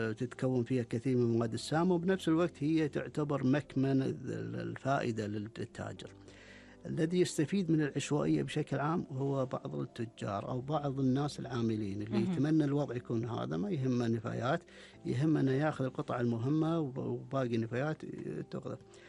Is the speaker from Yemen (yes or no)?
no; Kuwait; عندنا بالكويت